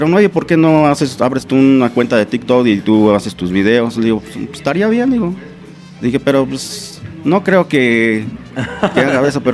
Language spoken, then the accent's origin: Spanish; Maravatío, Michoacán, Mexico; born there; also born or lived in State of Mexico; yo soy del Estado de México, pero me crié mucho aquí en Marabatío, desde aquí es donde empecé desde los 8 años más o menos, allí en la comunidad de Guapamacátaro